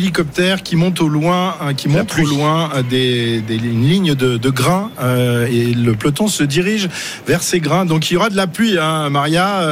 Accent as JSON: {"language": "French", "region": "Brittany", "country": "France", "said": "Je suis bretonne, j'ai l'habitude de la pluie."}